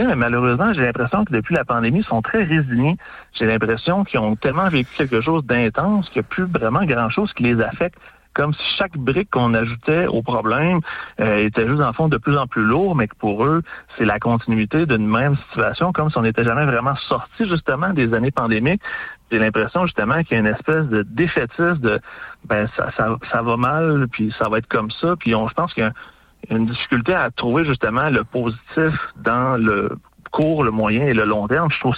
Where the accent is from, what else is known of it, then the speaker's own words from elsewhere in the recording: Quebec, Canada; now in Rouyn-Noranda, Canada; nous en tant que Québécois